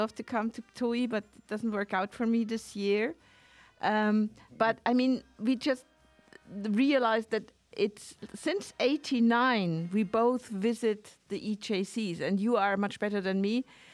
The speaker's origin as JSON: {"language": "German", "region": "Southern Germany", "country": "Germany", "moved": "yes", "said": "ich komme ja ganz aus dem Süden."}